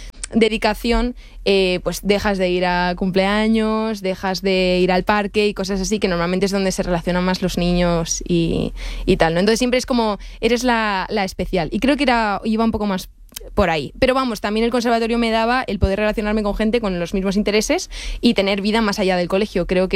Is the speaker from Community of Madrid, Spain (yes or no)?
yes; Madrid, Community of Madrid, Spain; Pero yo sí, soy madrileña.